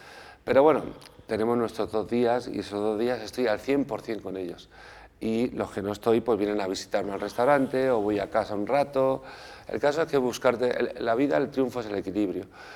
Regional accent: Spain; nosotros somos una familia española normal.

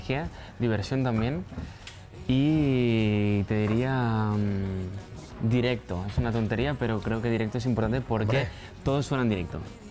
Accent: Barcelona, Catalonia, Spain; Soy un chico de Barcelona, 24 años

